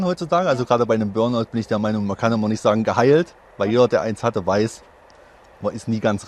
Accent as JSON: {"language": "German", "town": "Teuchern", "region": "Saxony-Anhalt", "country": "Germany", "tie": "born or raised there", "said": "Ich komme aus Teuchern, das ist in der Nähe von Weißenfels, genau, und bin dort geboren, war kurze Zeit mal in Großstadt unterwegs und bin jetzt wieder aufgrund der Ruhe, der schönen Ruhe hier, zurückgekehrt."}